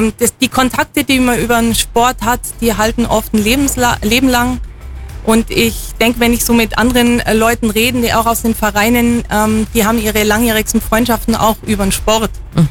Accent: Bavaria, Germany; now in Kempten, Germany; ich komme ursprünglich aus dem Fichtelgebirge. Das ist nördlich von Bayreuth, also eigentlich in Nordbayern. Und ich bin eben damals in der Skischule groß geworden

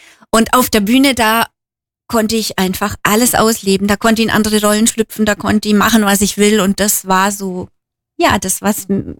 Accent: Günzburg, Bavaria, Germany; now in Kempten, Germany; Also ich komme aus Günzburg an der Donau und da gab es auch eine Theatergruppe, da habe ich schon mitgespielt. Bin dann nach Kempten gekommen

